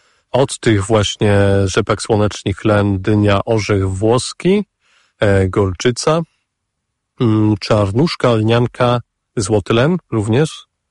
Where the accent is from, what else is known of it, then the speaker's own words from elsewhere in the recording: Zamość, Lublin Voivodeship, Poland; Jestem z Zamościa, nie? Umówmy się, to nie jest najbardziej perspektywiczne miejsce